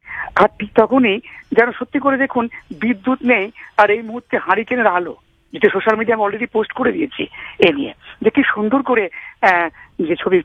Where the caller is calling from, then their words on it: Murshidabad district, West Bengal, India; কথা বলছি, মুর্শিদাবাদ জেলার বেল্লানা।